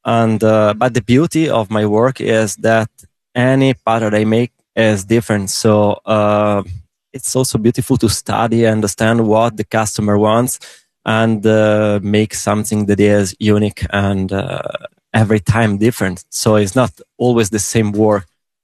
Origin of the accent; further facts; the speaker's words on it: Italy; English is a second language; moved away; I come from Italy, in a place where golf is not so popular like here.